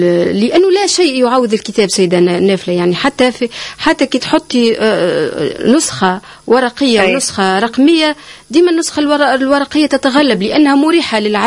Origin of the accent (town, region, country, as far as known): Tunisia